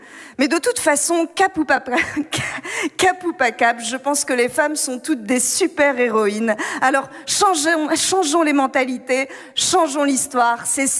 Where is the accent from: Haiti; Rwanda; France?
France; Hauts-de-France; je viens du Pas-de-Calais